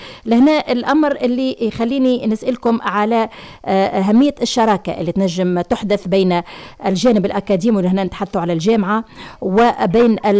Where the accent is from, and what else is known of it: Tunisia